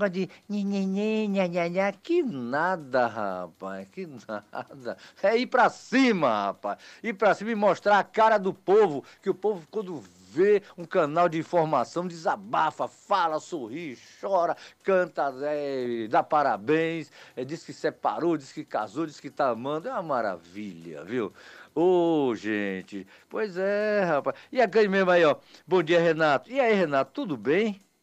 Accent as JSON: {"language": "Portuguese", "region": "Bahia", "country": "Brazil", "said": "a educadora 88,5, eu sou do Jacuípe, vou lá e tal, na net, né, rádio net, para poder pegar, ouvir a rádio."}